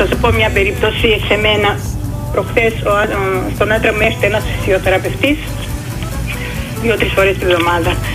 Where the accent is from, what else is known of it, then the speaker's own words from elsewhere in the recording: Greece; Εγώ Ελληνίδα είμαι.